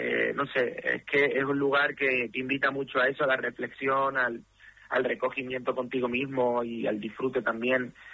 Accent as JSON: {"language": "Spanish", "town": "Palma del Río", "region": "Andalusia", "country": "Spain", "said": "Yo soy cordobés, de Palma del Río, andaluz. Llevo mi tierra por bandera, a mi España por bandera."}